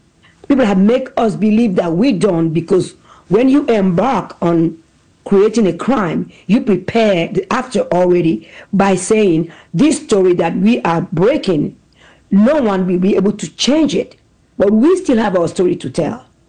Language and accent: English; Benin; I'm still that curious little girl growing up in Benin